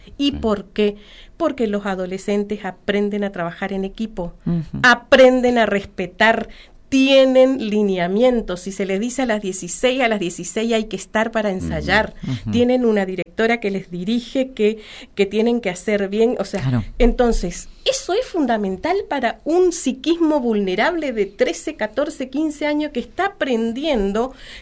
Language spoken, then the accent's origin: Spanish; Misiones, Argentina; Qué lindo decir soy de Misiones cuando uno va y asiste a los congresos